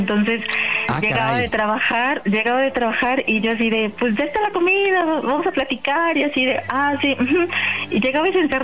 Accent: Mexico City, Mexico; Soy de la Ciudad de México, te llamo de aquí de la Alcaldía Benito Juárez y tengo 42 años.

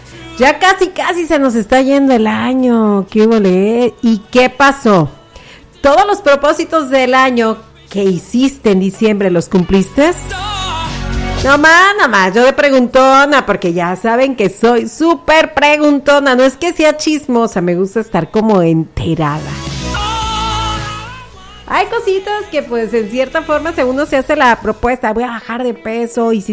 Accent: Mexico; así somos los mexicanos

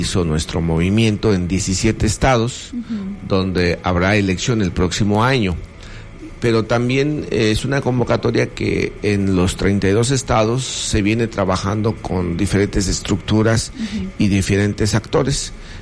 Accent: Mexico; porque lo que nos corresponde como mexicanos y mexicanos, pues es un tema de la vida pública y de la vida política de esta nación

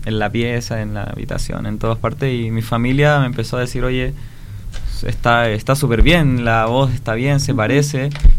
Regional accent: Santiago, Santiago Metropolitan Region, Chile; Yo soy de Santiago de Chile, de la capital.

